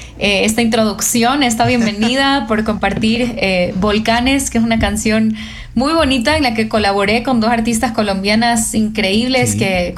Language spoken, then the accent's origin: Spanish; Guayaquil, Guayas, Ecuador; soy ecuatoriana y que soy de Guayaquil